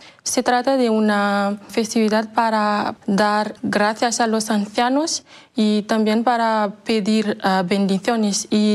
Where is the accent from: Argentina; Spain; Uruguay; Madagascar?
Madagascar; somos africanas, pero en una isla, no con el continente grande